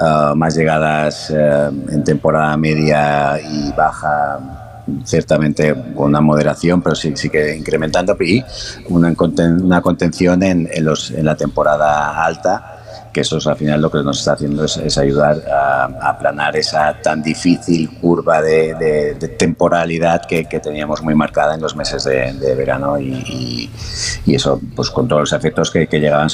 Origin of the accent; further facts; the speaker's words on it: Balearic Islands, Spain; Yo vengo también de la Sierra Tramuntana, un pueble